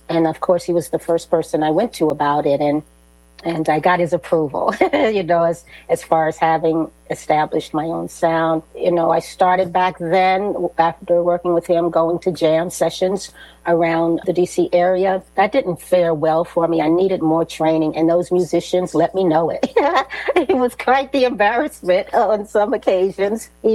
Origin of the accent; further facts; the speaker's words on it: Washington, District of Columbia, United States; Well, I grew up, I'm from Washington, D.C., and I still live here.